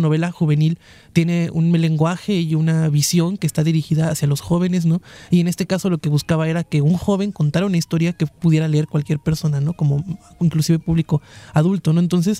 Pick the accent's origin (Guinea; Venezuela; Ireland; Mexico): Mexico; Córdoba, Veracruz; born there; now in Xalapa, Mexico; Yo, en efecto, soy de Córdoba, nací allá y me vine a vivir aquí en Jalapa. Yo creo que ya me quedé a vivir acá.